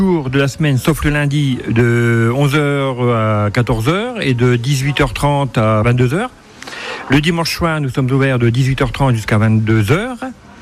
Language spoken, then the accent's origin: French; Hauts-de-France, France; moved away as an adult; now in Lure, France; je suis ch'ti.